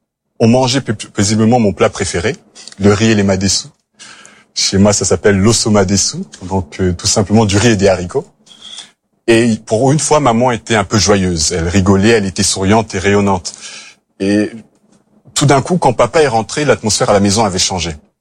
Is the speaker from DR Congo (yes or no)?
yes; DR Congo; born there; je suis né en Afrique, en République démocratique du Congo